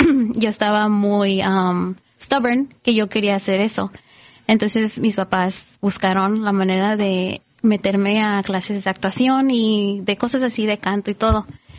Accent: Mexico; creo que yo la hice de chiquita en México.

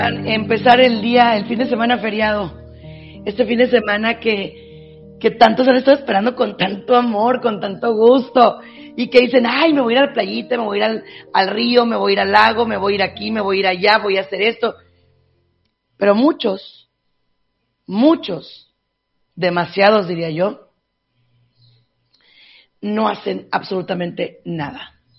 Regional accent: Jerez, Zacatecas, Mexico; moved away; Yo tuve el honor de nacer en un pueblo que amo mucho. Bueno, es que ya ni siquiera sé si es pueblo o ciudad, pero lo amo mucho. Yo soy de Zacatecas, yo soy de Jerez, Zacatecas.

